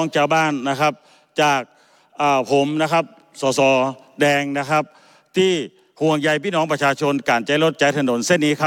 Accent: Northern Thailand, Thailand; accent: Northern Thai (Kham Mueang), his home dialect; ผมก็ขออนุญาตใช้ภาษาบ้านผม

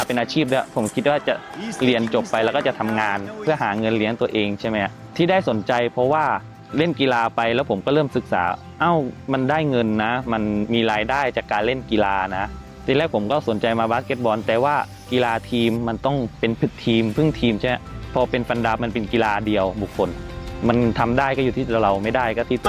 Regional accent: Chumphon, Thailand; also born or lived in Phetchaburi; ผมเกิดที่เพชรบุรีครับแต่ว่าไปโตที่ชุมพรครับก็เหมือนเป็นคนชุมพรแล้ว

